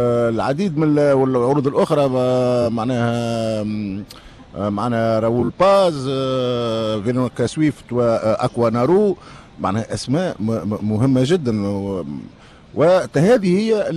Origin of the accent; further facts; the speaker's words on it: Tunisia; عندنا في تونس